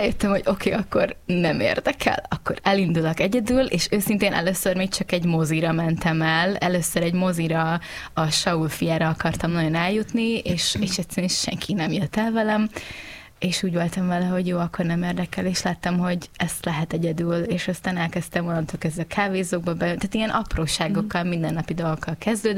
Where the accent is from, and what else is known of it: Győr-Moson-Sopron, Hungary